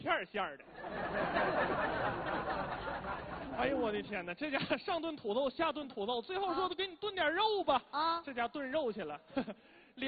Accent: Northeast China, China; 用咱们东北话说

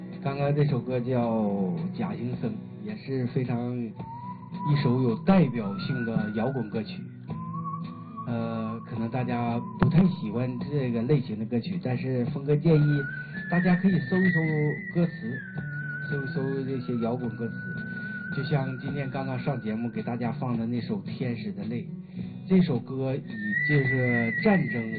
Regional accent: China; 作为中国人真的很幸福，

